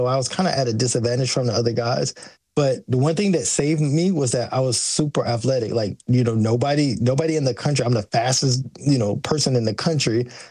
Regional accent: United States; No, because I'm an American kid. We didn't soccer. We don't play no soccer.

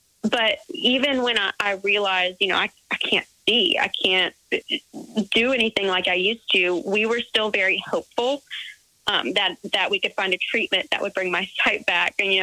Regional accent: Georgia, United States; I'm from Georgia, West Georgia, about 45 minutes west of Atlanta. And I've lived in the same town all my life.

